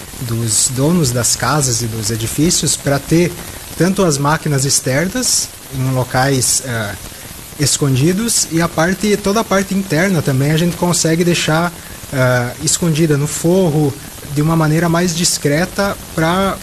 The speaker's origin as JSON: {"language": "Portuguese", "town": "Chapecó", "region": "Santa Catarina", "country": "Brazil", "said": "Eu sou aqui de Chapecó"}